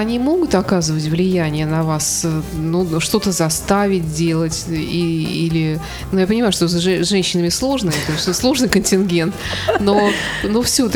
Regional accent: Saint Petersburg, Russia; мы, петербуржцы, угрюмые, мрачные, иногда человека нелюбивые

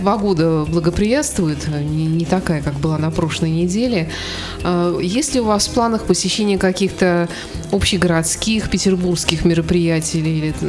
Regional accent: Saint Petersburg, Russia; мы, петербуржцы, угрюмые, мрачные, иногда человека нелюбивые

